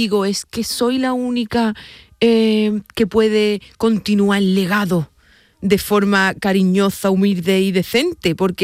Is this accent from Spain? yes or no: yes; Andalusia, Spain; que hablo como la gente de Chipiona porque mi pueblo está al lado